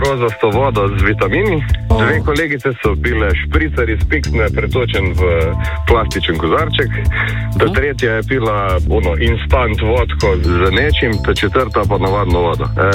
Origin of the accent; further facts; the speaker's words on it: Lower Carniola, Slovenia; also born or lived in Styria; jaz sem v osnovi iz Dolenjske, zdaj sem naturaliziran Štajerc